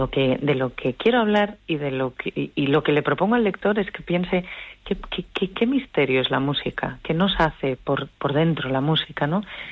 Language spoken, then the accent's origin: Spanish; Santander, Cantabria, Spain; yo soy de Santander